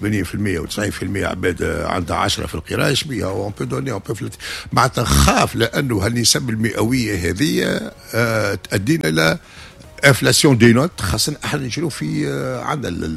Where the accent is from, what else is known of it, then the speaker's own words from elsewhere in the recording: Tunisia; عندنا في تونس